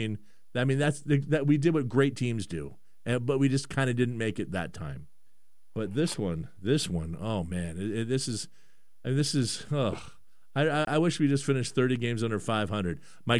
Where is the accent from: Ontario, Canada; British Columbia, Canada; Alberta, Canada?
British Columbia, Canada; Vancouver; born there; I was born in Vancouver, and I was just up in Abbotsford last Saturday